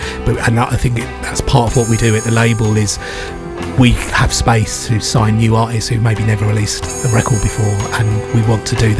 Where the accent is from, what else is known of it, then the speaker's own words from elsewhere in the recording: London, United Kingdom; And I grew up in London